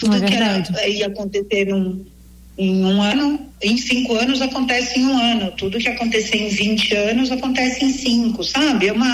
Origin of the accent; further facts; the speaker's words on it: Paraty, Rio de Janeiro, Brazil; Eu sou de Paraty, né? Nascida e criada aqui.